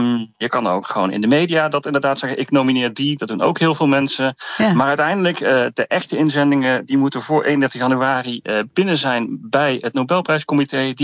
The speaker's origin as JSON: {"language": "Dutch", "country": "Netherlands", "said": "wij zetten ons kennelijk als Nederlanders niet echt hard genoeg in voor de wereldvrede."}